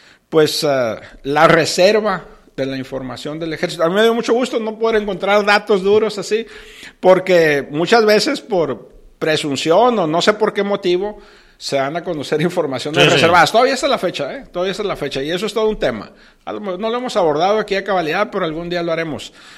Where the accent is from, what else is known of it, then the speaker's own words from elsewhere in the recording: Mexico; nos hagan sentir orgullosos como mexicanos